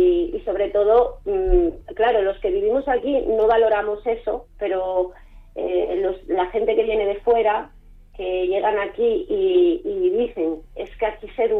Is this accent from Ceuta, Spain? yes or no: no; Asturias, Spain; Que yo soy asturiana, el clima está muy bien en verano porque dormimos por la noche.